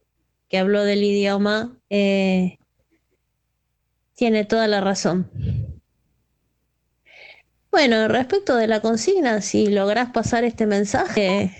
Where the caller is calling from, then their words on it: Buenos Aires, Argentina; de Caballito